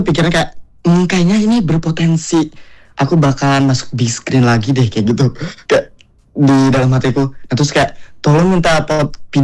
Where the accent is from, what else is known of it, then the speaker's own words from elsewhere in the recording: Cianjur, West Java, Indonesia; Aku aslinya Jawa Barat, aslinya tuh kotanya tuh Cianjur.